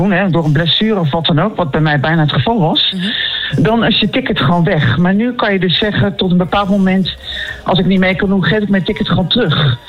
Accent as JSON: {"language": "Dutch", "town": "Nijmegen", "region": "Gelderland", "country": "Netherlands", "tie": "born there", "moved": "yes", "said": "ik ben deels opgegroeid in Nijmegen."}